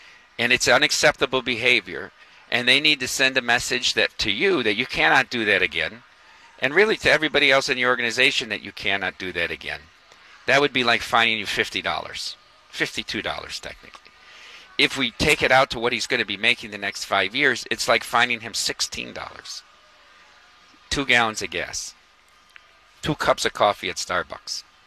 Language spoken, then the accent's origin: English; Dubuque, Iowa, United States; I'm from Dubuque, Iowa. It's 3.5 hours away.